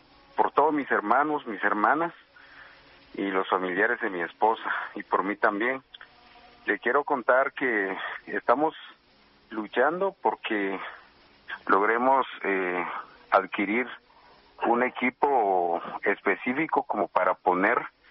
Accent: Sunil, Quetzaltenango, Guatemala; Sunil, del departamento de Quetzaltenango, Guatemala.

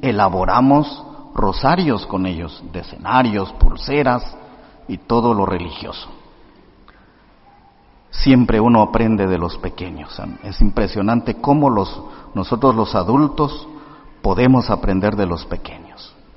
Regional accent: Guatemala; Yo soy de Guatemala y en la parroquia donde estoy sirviendo tenemos 110 monaguillos, una cantidad pues muy considerable para un pueblo de casi 60.000

